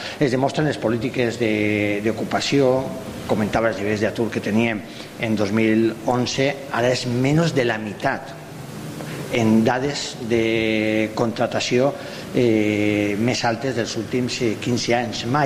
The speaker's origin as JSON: {"language": "Catalan", "town": "Alcoy", "region": "Valencian Community", "country": "Spain"}